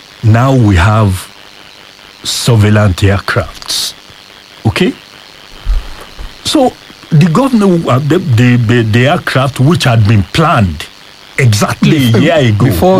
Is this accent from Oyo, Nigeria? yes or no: yes; Oyo, Nigeria; also born or lived in Ogbomoso North; I am from Orire, local government, Orirunminu.